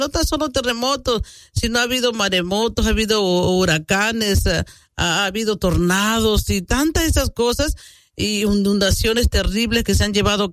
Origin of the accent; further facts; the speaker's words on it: Mexico; nuestro país México